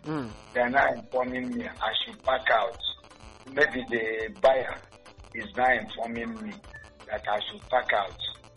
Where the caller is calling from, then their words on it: Osisioma, Abia, Nigeria; from Osioma.